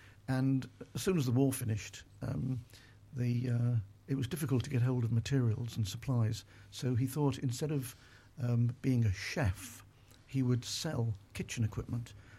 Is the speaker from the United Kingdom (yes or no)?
yes; Liverpool, North West England, United Kingdom; one of my earliest memories of growing up in Liverpool